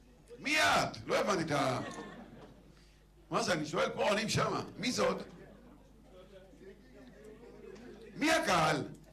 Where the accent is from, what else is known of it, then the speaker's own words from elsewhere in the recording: Deir al-Asad, Northern District, Israel; אני גדלתי בכפר דיר אל-אסד